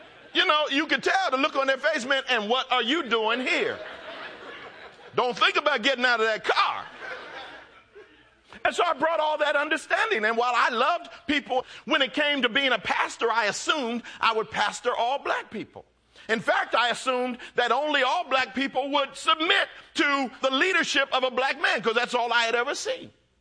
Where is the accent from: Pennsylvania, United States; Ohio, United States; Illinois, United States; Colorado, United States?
Pennsylvania, United States; Philadelphia; moved away as an adult; now in San Francisco Bay Area, United States; I grew up in Philadelphia